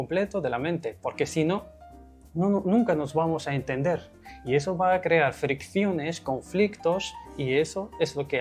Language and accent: Spanish; Morocco; now in Jerez, Spain